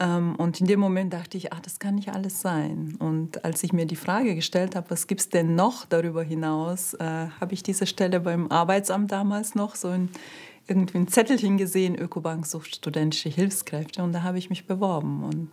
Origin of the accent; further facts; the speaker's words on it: Turkey; German is a second language; moved away as an adult; now in Germany; Abitur in die Türkei gemacht und dann mit 18 habe ich mich entschieden, nach Deutschland zu kommen. Ich habe erst mal Deutsch gelernt, 2 Jahre.